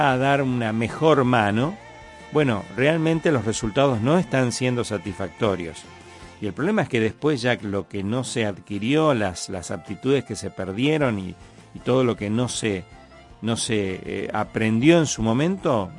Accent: Santa Fe, Argentina; Barrio Mayoraz. Ahí es donde yo nací, ahí en JP López al 2700.

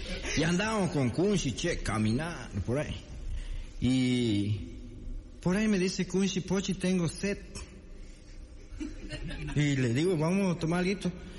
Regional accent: Sejolá, Santiago del Estero, Argentina; born there; also born or lived in Quimilí; ustedes saben que yo vengo, como siempre, de Quimilí. Pero yo más soy de Sejolá, soy nacido en Sejolá, un pueblito chiquito.

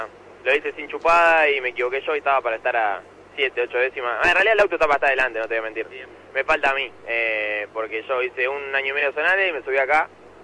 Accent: Río Negro, Argentina; Vengo de Río Negro

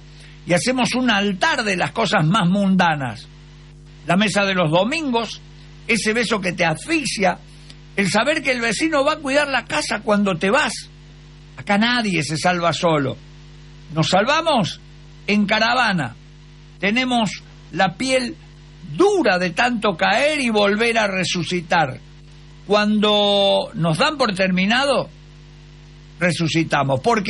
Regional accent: Argentina

